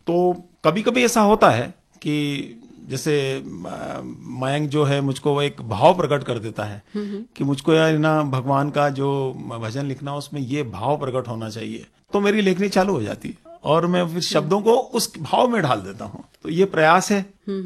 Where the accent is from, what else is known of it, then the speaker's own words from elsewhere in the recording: Indore, Madhya Pradesh, India; क्योंकि मैं इंदौर के निवासी हूँ और मालवा क्षेत्र आपको मालूम है कि हमारी मीठी बोली के लिए बड़ा प्रसिद्ध है।